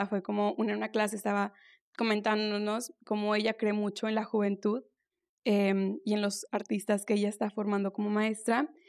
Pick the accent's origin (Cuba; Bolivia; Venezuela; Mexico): Mexico; yo como mexicana, ¿qué aporto con mi, claro, con mi lenguaje, con mi conocimiento, con, sí, mis símbolos, con mis rituales, etcétera?